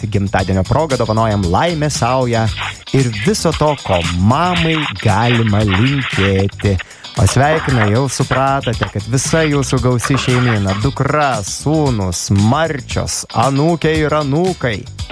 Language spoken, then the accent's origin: Lithuanian; Pivašiūnai, Alytus County, Lithuania; Oi, klausykit, tai tėviškė, žinokit, grynai tarp Emilio ir mano tėviškių, aš iš Pivašiūno, Emilis iš Alytaus